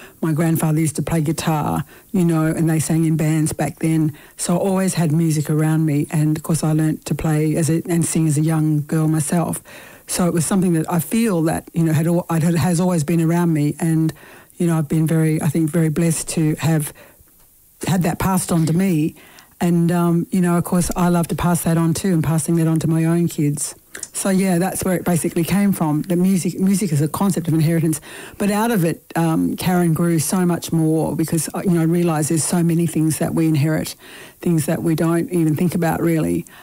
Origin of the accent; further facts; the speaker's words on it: Queensland, Australia; So I grew up in North Queensland, but that's basically my heritage.